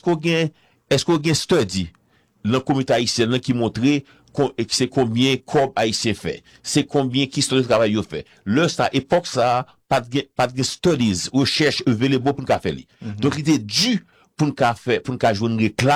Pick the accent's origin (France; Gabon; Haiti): Haiti; now in United States; Ici aux États-Unis. On est haïtien, moi-même